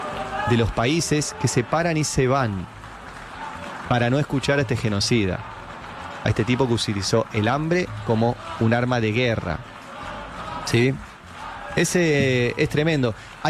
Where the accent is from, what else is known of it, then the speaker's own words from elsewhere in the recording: Argentina; no nos representa como argentinos